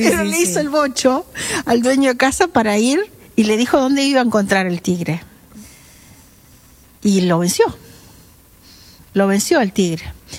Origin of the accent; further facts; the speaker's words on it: Salto, Uruguay; born there; O sea, Quiroga es nacido en el mismo lugar. Los dos nacimos en Salto.